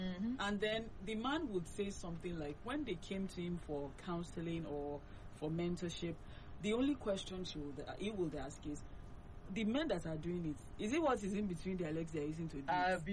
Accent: Nigeria; I've gone through a lot as a Nigerian woman.

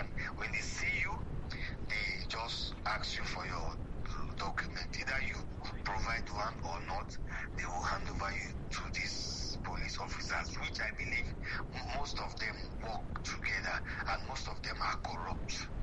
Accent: Nigeria; now in South Africa

